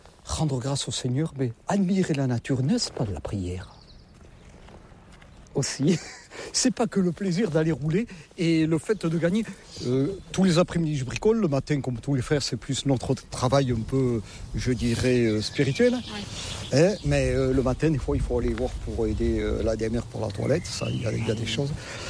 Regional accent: Saint-Vincent-de-Paul, Nouvelle-Aquitaine, France

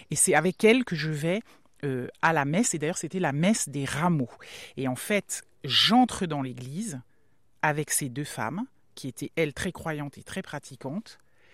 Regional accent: Saint-Coulitz, Brittany, France; also born or lived in Brest; En vrai, je viens de Saint-Coulis. Oui, mais t'es né où ? Brest.

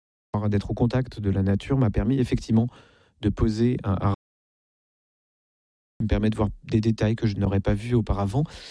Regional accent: Versailles, Île-de-France, France; born there

